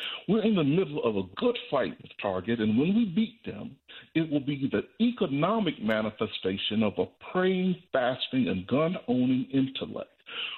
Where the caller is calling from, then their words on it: Georgia, United States; I remind the audience, I'm calling from Georgia, where Dr. King did his greatest work